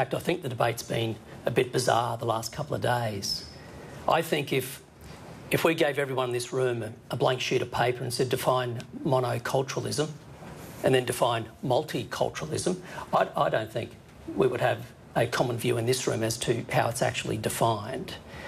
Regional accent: Australia; I personally felt very touched as an Australian that he chose to come here first.

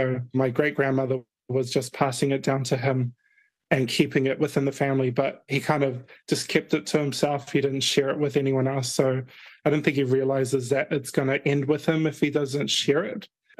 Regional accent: Cook Islands; I grew up here in the Cook Islands, so I feel like I have the right to document this knowledge and to try and archive it and, you know, keep this knowledge alive.

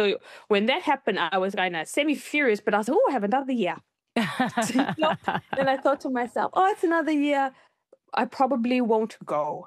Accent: Fiji; now in Christchurch, New Zealand; I just was like, I'm coming from Fiji. Quite naive in terms of coming into a predominantly Kiwi white neighborhood, you know, white city.

